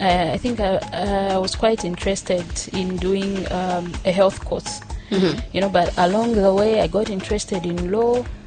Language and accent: English; Ndola, Copperbelt, Zambia; born there; also born or lived in Kafue / Livingstone; now in Kabwe, Zambia; I was born right here in Kabwe, did my primary school in Ndola, then later on moved to Kafue, where I completed my secondary education.